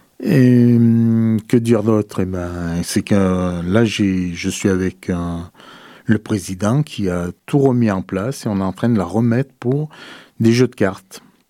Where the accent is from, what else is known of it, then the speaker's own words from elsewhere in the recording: Auvergne-Rhône-Alpes, France; Donc dans le Diwa, j'ai grandi dans le Diwa. Donc j'ai fait les études à Die.